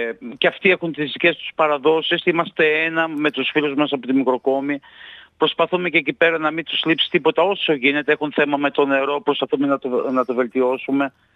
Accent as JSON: {"language": "Greek", "town": "Profitis", "region": "Central Macedonia", "country": "Greece", "said": "θα μιλήσω εγώ για το χωριό μου, για το δίκο μου."}